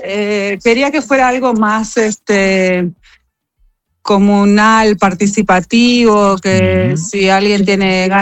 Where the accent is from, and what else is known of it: Montevideo, Uruguay; born or raised there